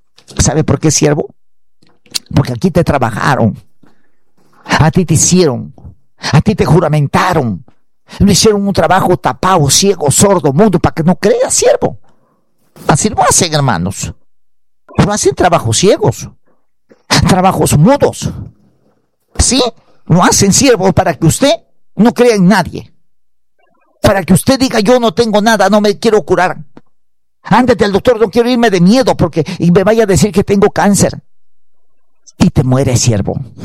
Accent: Piura, Peru; Nacido en la provincia de Huancabamba, Soluces, Alarazo, Andorilio. Esa es mi tierra, siervo.

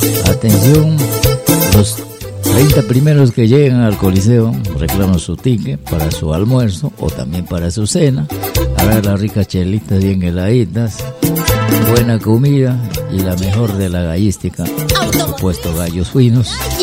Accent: Zapatero, San Martín, Peru; saludito para los amigos de Zapatero. Mi tierra natal, con mucho orgullo, con mucha honra del pueblo, para servir al pueblo.

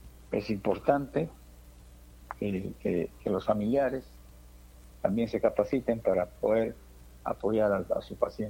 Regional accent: San Martín, Peru; yo soy de San Martín, también acá soy de Tabolosos

